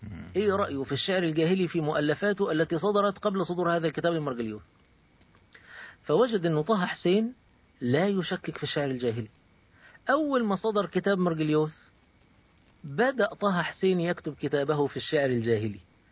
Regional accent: Egypt; كان عندنا في مصر واحد اسمه نصر حامد أبو زيد.

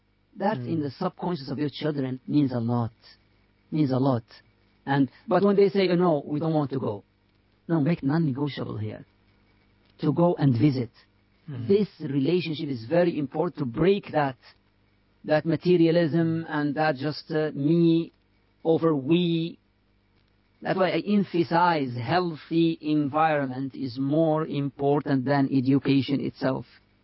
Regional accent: United Arab Emirates; I grew up in Emirates, not in Mauritania.

